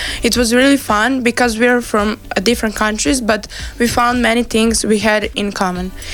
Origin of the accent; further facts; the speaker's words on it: Serbia; English is a second language; Good afternoon, everyone. We are a group from Serbia and we are gonna talk about the time we spent with Swiss group.